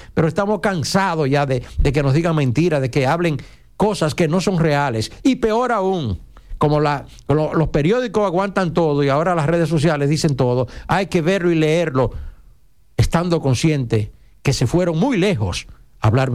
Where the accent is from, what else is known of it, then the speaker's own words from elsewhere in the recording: Dominican Republic; yo voy a decir simplemente como dominicano